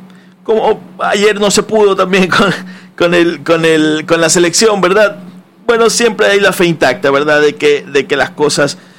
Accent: Ecuador; como los ecuatorianos decimos sí se puede

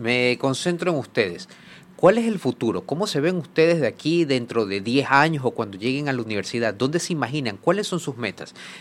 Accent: Guayaquil, Guayas, Ecuador; born there; yo también soy lasallano, pero de La Salle de acá de Guayaquil.

